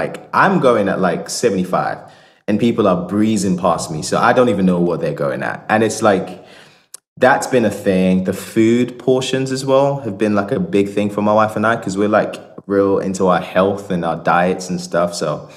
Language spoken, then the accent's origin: English; Nigeria; also born or lived in United Kingdom; You know, I lived in the UK for 18 years. I'm also Nigerian, so Nigerian humor is very like outlandish